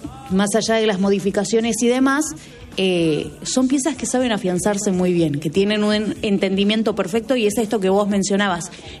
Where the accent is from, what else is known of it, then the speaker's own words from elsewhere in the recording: Argentina; Lo que soñamos los argentinos